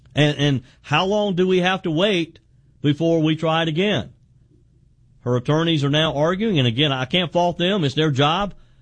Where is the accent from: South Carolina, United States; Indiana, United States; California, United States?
South Carolina, United States; Pat is in my home state of South Carolina.